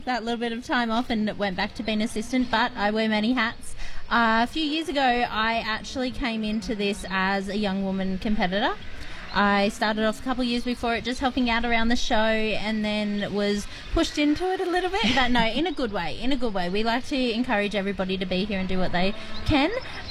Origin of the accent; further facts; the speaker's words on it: Manilla, New South Wales, Australia; also born or lived in Currabubula; now in Gunnedah, Australia; I grew up in Manila. I live in Gunnedah.